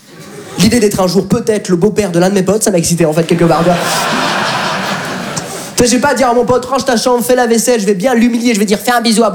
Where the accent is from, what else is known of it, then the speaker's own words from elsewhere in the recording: France; Je dis, mais papa, mais on est de France.